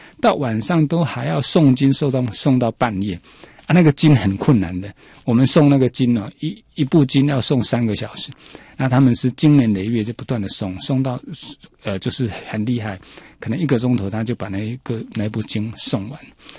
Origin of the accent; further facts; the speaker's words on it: Taiwan; 我们台湾人